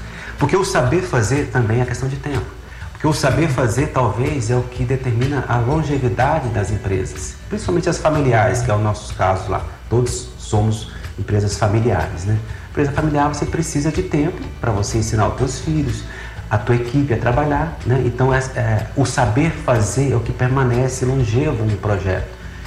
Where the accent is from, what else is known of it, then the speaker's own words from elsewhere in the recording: Catalão, Goiás, Brazil; born there; moved away as an adult; now in Brasília, Brazil; Eu nasci em Catalão, Goiás.